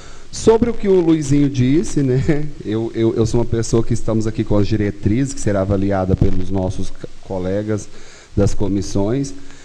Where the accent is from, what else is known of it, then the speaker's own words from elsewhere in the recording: Brazil; Eu sou brasileiro